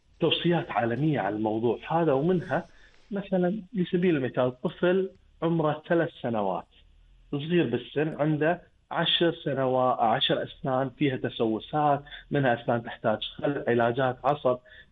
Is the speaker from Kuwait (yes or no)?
yes; Kuwait; عندنا بالكويت